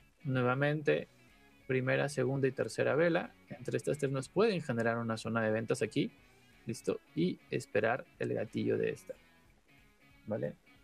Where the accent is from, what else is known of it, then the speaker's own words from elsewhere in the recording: Saltillo, Coahuila, Mexico; De México, bro. También soy de México. Saltillo.